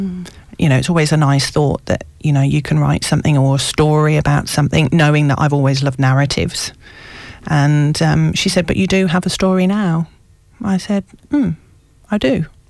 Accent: United Kingdom; now in Australia; Somebody said, "Oh, it's just because you're British." I'm like, "Well, I'm Aussie now as well," but I know what they mean.

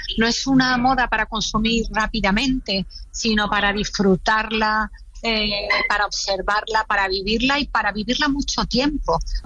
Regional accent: Málaga, Andalusia, Spain; yo soy de Málaga y soy un poco exagerada.

